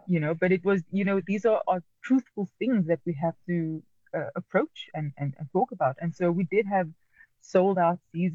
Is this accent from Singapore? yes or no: no; Cape Town, Western Cape, South Africa; I come from the Cape Flats. I come from Strandfontein, which is part of Mitchell's Plain, growing up in the 80s, shielded from a lot of stuff actually by my parents.